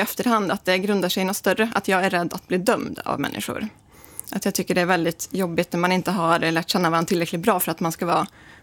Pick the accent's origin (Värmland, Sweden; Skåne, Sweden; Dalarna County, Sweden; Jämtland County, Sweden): Värmland, Sweden; Grums; jag är ju från Grums